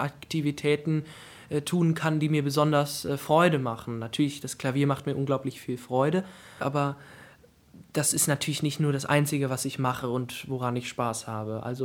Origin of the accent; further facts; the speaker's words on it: Weimar, Thuringia, Germany; Ich wurde in Weimar geboren, das ist meine Heimatstadt und dadurch, dass hier zwei Universitäten sind, gibt es auch ganz viele junge Leute und es ist sehr belebt, eine frische Atmosphäre.